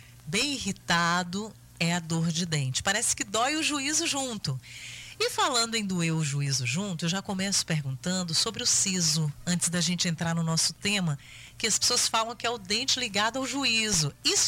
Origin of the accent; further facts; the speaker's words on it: Brumado, Bahia, Brazil; now in Luís Eduardo Magalhães, Brazil; Rádio Nova Vida em Brumado, na minha terra natal